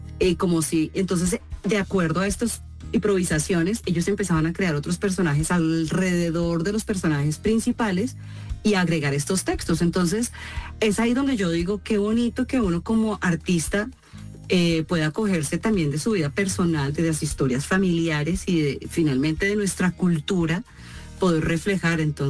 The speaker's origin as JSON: {"language": "Spanish", "country": "Colombia", "accent": "Colombian", "said": "un poco mi tono o a mi acento colombiano y volverlo un poquito más mexicano, por una cuestión histórica que no voy a pelear, y yo sencillamente me tuve que, digamos, como que camuflar en estos tonos mexicanos."}